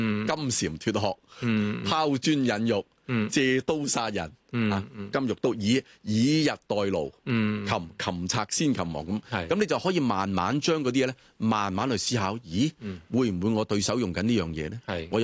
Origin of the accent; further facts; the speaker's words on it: China; 咁三五五七，我哋中國人裏面咧就叫做單數，即係叫陽數。